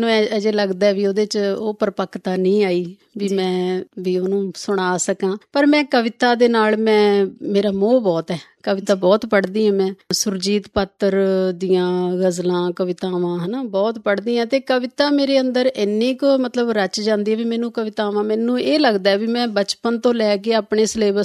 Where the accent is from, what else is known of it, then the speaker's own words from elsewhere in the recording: Thathi Bhai, Punjab, India; also born or lived in Moga; ਮੇਰੀ ਜਿਹੜੀ ਮੁੱਢਲੀ ਸਿੱਖਿਆ ਸੀਗੀ ਉਹ ਸੀ ਪਿੰਡ, ਮੇਰੇ ਪੇਰੈਂਟਸ ਦਾ ਪਿੰਡ ਹੈ ਠੱਠੀ ਭਾਈ